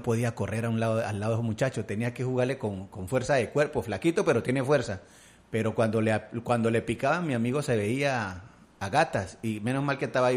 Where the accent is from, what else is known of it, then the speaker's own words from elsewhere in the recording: Colombia; nosotros los colombianos